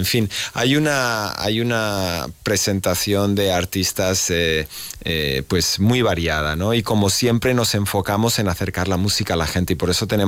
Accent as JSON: {"language": "Spanish", "region": "La Rioja", "country": "Spain", "moved": "yes", "said": "que me den a mí la oportunidad también como riojano, que lo hago con tanto cariño, de esta oportunidad de regresar a mi tierra"}